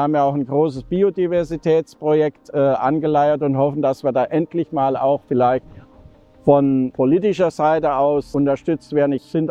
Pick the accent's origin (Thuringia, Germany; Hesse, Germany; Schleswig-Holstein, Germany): Hesse, Germany; Niederwalgern; Und ich bin auf dem Land in Niederwalgern in Mittelhessen groß geworden und war schon immer nur draußen in der Natur.